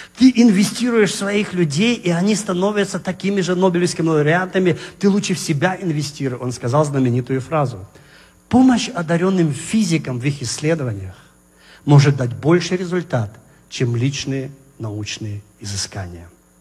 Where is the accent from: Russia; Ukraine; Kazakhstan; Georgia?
Kazakhstan; born there; Я родился в Казахстане, в маленькой деревне.